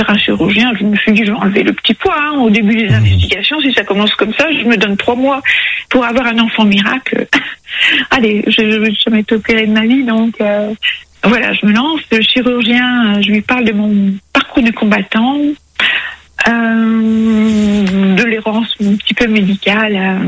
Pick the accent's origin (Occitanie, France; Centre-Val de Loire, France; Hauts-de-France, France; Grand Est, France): Hauts-de-France, France; je suis native du Pas-de-Calais